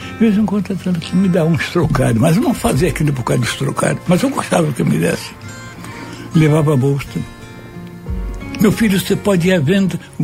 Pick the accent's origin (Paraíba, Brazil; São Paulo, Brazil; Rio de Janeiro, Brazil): Rio de Janeiro, Brazil; Eu fui criado em Cordovil, na rua Rego Monteiro